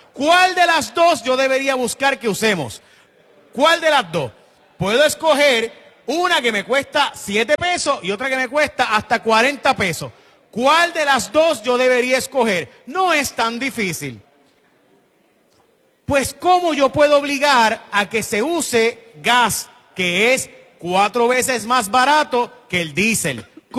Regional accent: Puerto Rico; me va a tocar a mí, pueblo de Puerto Rico

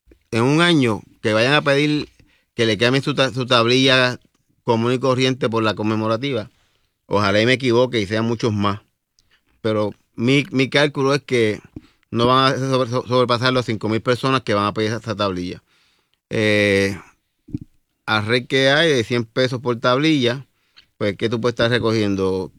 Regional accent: Puerto Rico

